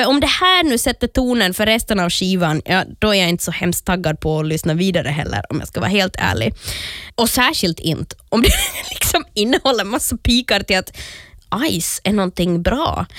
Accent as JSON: {"language": "Swedish", "town": "Jakobstad", "region": "Ostrobothnia", "country": "Finland", "tie": "born or raised there", "said": "det finns en fantastisk tag i Jakobstad där jag är född och uppvuxen och spenderar mycket tid."}